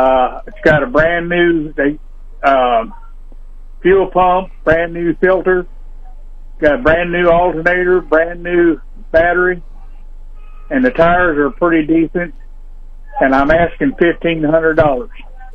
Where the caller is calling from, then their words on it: Missouri, United States; I'm calling from Buston